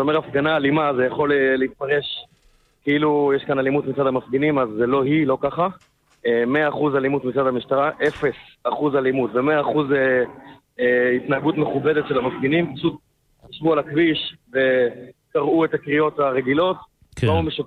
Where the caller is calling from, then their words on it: Beit Shemesh, Jerusalem District, Israel; אני מגיע מבית שמש.